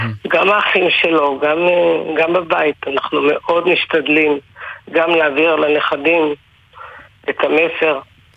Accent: Jerusalem, Jerusalem District, Israel; אני כבר הייתי בגבעת התחמושת, גם גדלתי שם וגרתי שם

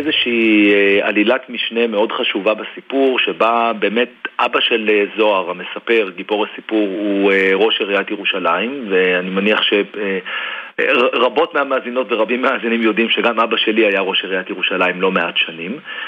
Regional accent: Jerusalem, Jerusalem District, Israel; also born or lived in United States; אני ירושלמי, גדלתי בירושלים, ואומנם אחר כך הרחקתי עד לצידו השני של האוקיינוס וחייתי 4 שנים בארצות הברית, ועכשיו אני חי בישראל, אבל בעיר אחרת.

